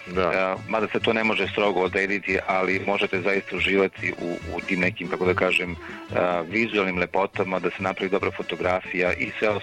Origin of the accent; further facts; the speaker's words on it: Ćićevac, Šumadija and Western Serbia, Serbia; also born or lived in Belgrade; Vratio sam se u svoj zavičaj pre 5 godina, ja sam inače iz Ćićevca, nisam dugo živeo tu, živeo sam u Beogradu i školovao se tako redom.